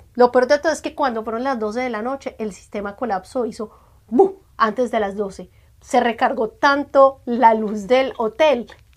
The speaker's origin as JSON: {"language": "Spanish", "country": "Colombia", "said": "Otra colombiana, exacto."}